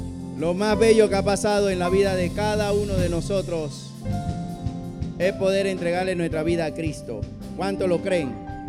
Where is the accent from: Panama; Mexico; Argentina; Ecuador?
Panama; hay riqueza en mi país.